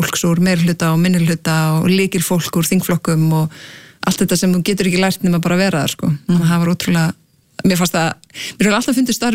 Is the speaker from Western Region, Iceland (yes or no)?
yes; Akranes, Western Region, Iceland; það eru tveir grunnskólar á Akranesi, ólst upp á Vestugötu.